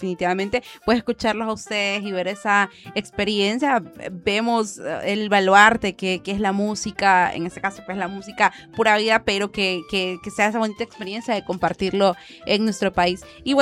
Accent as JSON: {"language": "Spanish", "country": "Honduras"}